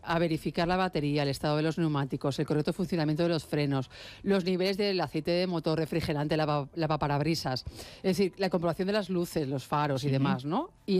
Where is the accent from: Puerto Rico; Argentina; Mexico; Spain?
Spain; Valladolid, Castile and León; moved away; Valladolid, que es mi tierra.